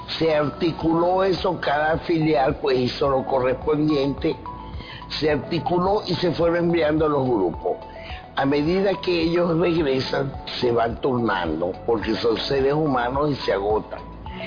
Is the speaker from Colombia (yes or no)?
no; Venezuela; como venezolana que soy